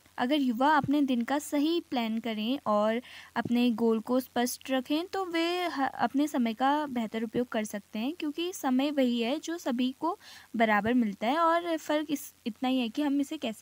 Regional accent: Almora, Uttarakhand, India; और मैं यही अल्मोड़ा की मूल निवासी हूँ।

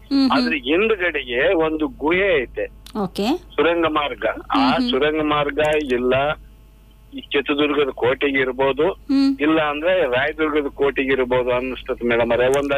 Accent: Nayakanahatti, Karnataka, India; ನಮ್ಮ ನಮ್ಮ ಜಿಲ್ಲೆ, ನಮ್ಮ ಹೋಬಳಿ ನಾಯಕನಹಟ್ಟಿ ಏಕನಾಥ ಸ್ವಾಮಿ ದೇವಸ್ಥಾನ ಅಂತಿದೆ ಮೇಡಮ್ ಅವರೇ

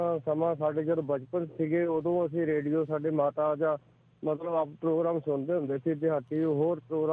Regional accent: Punjab, India; moved away as an adult; also born or lived in Moga, Punjab; ਮੈਂ ਮਾਝੇ ਦਾ ਸੀਗਾ, ਮੇਰਾ ਪਿੰਡ ਬਲਟੂਆ। ਮੈਂ 97-96 ਦੇ ਵਿੱਚ ਮੈਂ ਇੱਥੇ ਮੋਗੇ 'ਚ ਆ ਗਏ ਸੀ, ਇੱਧਰੋਂ ਜ਼ਮੀਨ ਵੇਚ ਕੇ ਇੱਥੇ ਆ ਗਏ ਸੀ। ਐਕਚੁਅਲੀ ਬੇਸਿਕਲ ਮਾਝੇ ਦੇ ਆ।

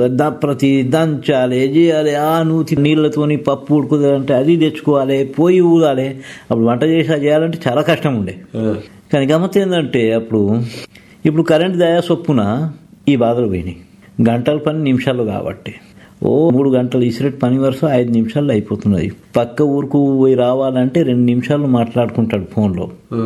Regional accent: Adilabad, Telangana, India; born there; నేను పుట్టింది ఆదిలాబాద్లోనే.

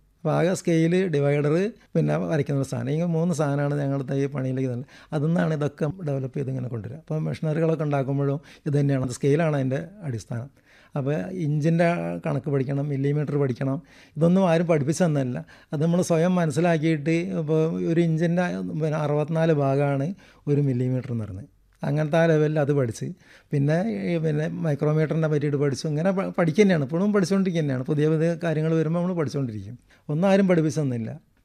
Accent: Nadakkavu, Kerala, India; born there; നടക്കാവിൽ കുഴിക്കണ്ടി പറമ്പിലാണ് താമസിക്കുന്നത്.

